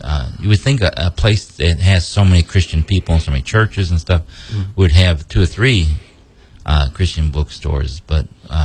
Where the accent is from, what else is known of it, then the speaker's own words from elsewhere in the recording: Chicago, Illinois, United States; now in Aiken, United States; I'm from Chicago. I was born and raised in Chicago. But I worked downtown Aiken, in the older part of Aiken, at a bank down there.